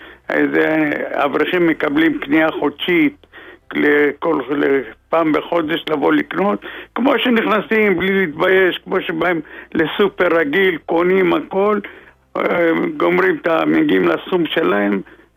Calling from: Jerusalem, Jerusalem District, Israel; אני מירושלים, מרמת שלמה.

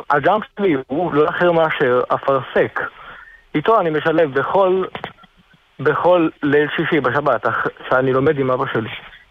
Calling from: Jerusalem, Jerusalem District, Israel

